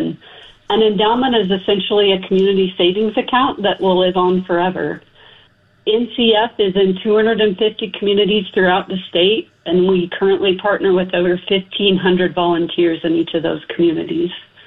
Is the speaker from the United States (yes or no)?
yes; Nebraska, United States; now in Gothenburg, United States; I grew up in a small town here in Nebraska